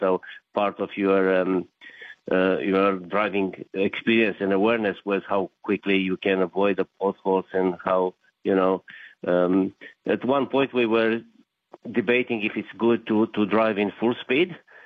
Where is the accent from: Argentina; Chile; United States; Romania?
Romania; English is a second language; Yes, indeed. I grew up in Romania, and the roads were not too great.